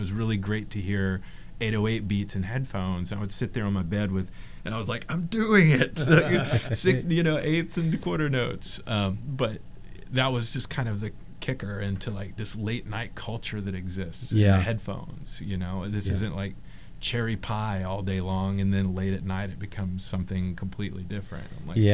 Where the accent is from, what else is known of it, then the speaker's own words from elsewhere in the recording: Alabama, United States; also born or lived in Mississippi; Yeah, I mean, I was born in Mississippi, raised in Alabama, very southern born and bred, that kind of thing.